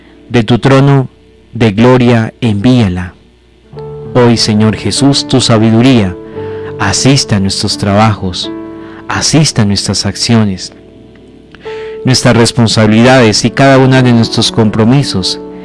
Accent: Colombia

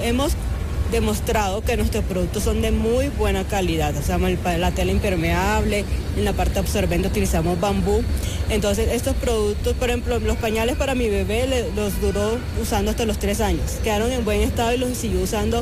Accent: Barranquilla, Atlántico, Colombia; moved away as an adult; now in Tunja, Colombia; yo soy de Barranquilla, pero yo estudié en la UPTC en Tunja, en carreras fue realizada en Tunja. Ya terminando mi carrera, pues conocí a mi esposo, que es de acá de Tunja, y pues trabajaba ya acá, entonces empecé a trabajar en la UPTC

